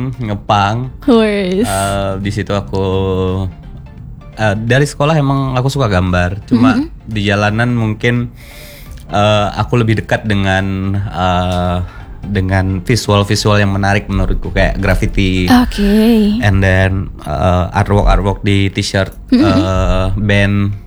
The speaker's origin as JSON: {"language": "Indonesian", "town": "Landak", "region": "West Kalimantan", "country": "Indonesia", "tie": "born there", "said": "Aku lahir di Kabupaten Landak. Kakak tak mungkin tahu. Sekitar 3-4 jam lah dari Pontianak."}